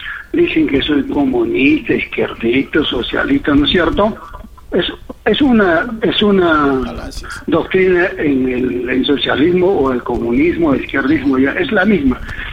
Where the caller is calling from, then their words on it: Peru; Somos reservistas del Perú.